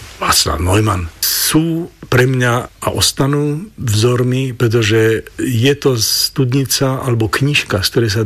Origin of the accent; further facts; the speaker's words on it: eastern Slovakia, Slovakia; Viete, ja som chlapec z východu a každý hovorí o východňároch, že sú strašne tvrdé palice.